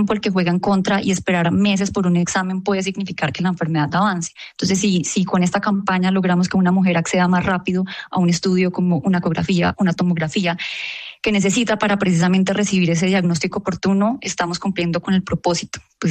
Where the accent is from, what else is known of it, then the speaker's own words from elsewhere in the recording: Cúcuta, Norte de Santander, Colombia; now in Bogotá, Colombia; Bueno, yo soy cucuteña, tengo 29 años, ya estudié acá en Bogotá, en la Universidad Javeriana